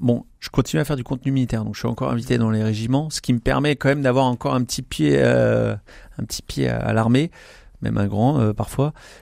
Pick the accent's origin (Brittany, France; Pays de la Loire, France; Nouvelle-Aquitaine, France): Pays de la Loire, France; Le Mans; born or raised there